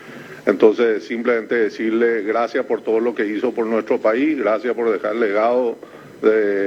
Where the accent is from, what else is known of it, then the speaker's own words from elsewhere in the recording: Paraguay; nos sentimos muy honrados como paraguayos